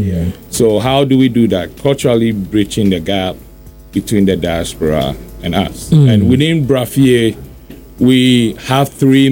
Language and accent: English; Ghana; I grew up in Ghana.